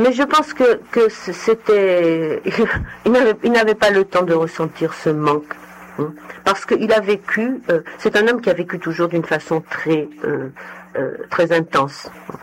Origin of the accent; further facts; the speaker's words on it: Corsica, France; Moi, je suis corse, disons, je suis attaché à la Corse. J'ai mon pays, j'ai de la famille là-bas, j'ai une petite maison.